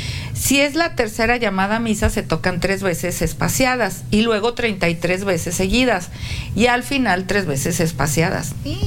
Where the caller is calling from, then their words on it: San Julián, Jalisco, Mexico; Soy un radioescucha de San Julián, Jalisco, y les platico que hace algunos años aquí un día, unos adoradores del turno de la noche amarraron unos burros de las campanas